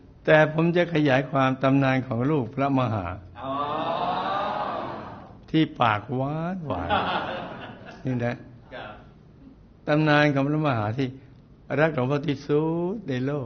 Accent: Yasothon, Thailand; ผมเกิดและเติบโตในครอบครัวของผู้กำหนดชะตาปากท้องของชาวโลกคือชาวนาจากจังหวัดยโสธรครับ

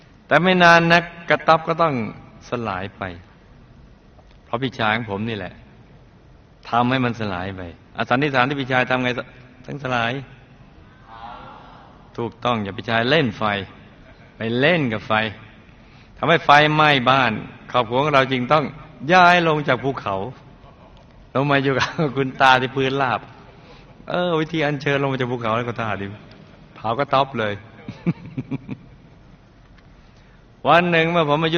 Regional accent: Songkhla, Thailand; ชีวิตในวัยเด็กของผมนั้นอยู่ที่จังหวัดสงขลาตั้งแต่เริ่มจำความได้ผมอยู่บนภูเขาไอ้สงขลามีภูเขาด้วยเลยที่มีแต่ต้นยางพารา

